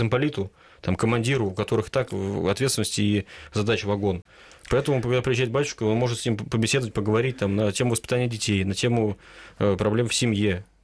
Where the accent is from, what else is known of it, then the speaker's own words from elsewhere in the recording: Kirzhach, Vladimir Oblast, Russia; даже вот в нашем Ногинске или в Киржаче, откуда я родом, бывает, иду по городу, вижу бойца, который в отпуске